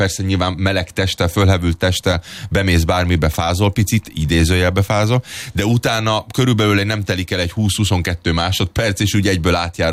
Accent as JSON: {"language": "Hungarian", "region": "Budapest", "country": "Hungary", "said": "magyarként, meg úgy kis egyszerű kis budapesti ki cigányként"}